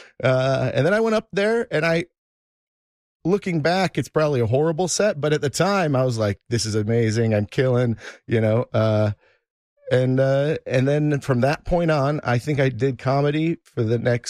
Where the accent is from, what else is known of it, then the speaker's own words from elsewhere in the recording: Rochester, New York, United States; moved away as an adult; also born or lived in Texas; now in Houston, United States; my parents moved me at the age of two to New York. I grew up in New York, upstate Rochester, not a great place to live.